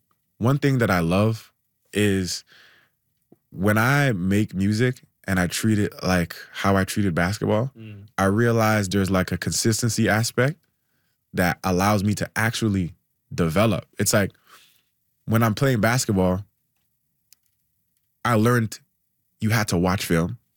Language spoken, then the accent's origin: English; Canada; Like I'm a basketball player, I'm from Canada